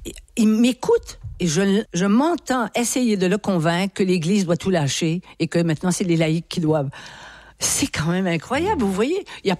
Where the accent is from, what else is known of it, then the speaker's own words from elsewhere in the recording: Quebec, Canada; Oui, nous sommes des Nord-Américains. Oui, nous sommes des Nord-Américains. Ça, je m'en suis rendu compte en arrivant ici.